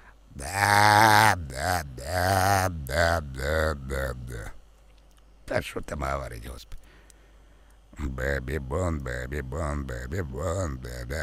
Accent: Donbas, Ukraine; now in Germany; Ну, я душою с Донбасса, я там вырос, а потом переехал в Германию.

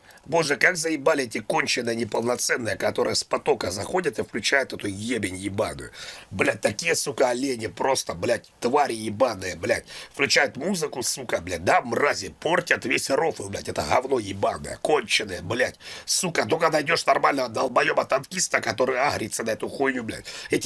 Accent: Estonia; Я сам из Эстонии, братан. Я эстонец, понимаешь?

